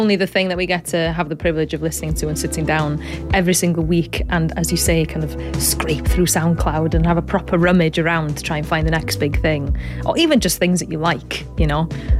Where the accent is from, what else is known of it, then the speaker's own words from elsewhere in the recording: Wales, United Kingdom; as a Welsh woman